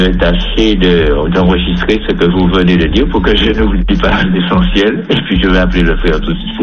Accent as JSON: {"language": "French", "town": "Le François", "country": "Martinique", "tie": "born or raised there", "said": "comme je suis natif natal du François"}